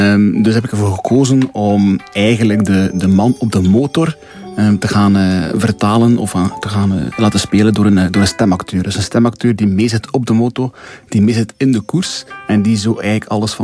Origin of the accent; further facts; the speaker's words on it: Deinze, Flanders, Belgium; accent: Deinze; Ik ben zelf afkomstig van Deinze, inderdaad. Ja. Ik ben opgegroeid vlakbij de plek waar Lucien en Marcel geboren zijn.